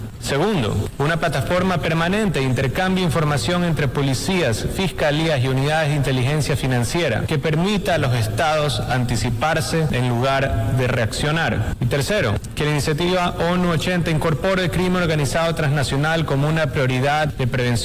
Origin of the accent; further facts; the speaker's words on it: Ecuador; Hubo un tiempo en que en mi país el miedo tenía más autoridad que la ley. Jóvenes a quienes les ofrecían un arma antes que un diploma. Decidimos que ese no sería el destino de Ecuador